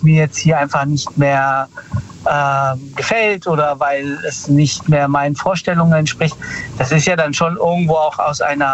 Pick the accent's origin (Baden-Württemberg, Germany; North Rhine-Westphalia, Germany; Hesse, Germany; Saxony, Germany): Hesse, Germany; Frankfurt; Ich komme aus Frankfurt.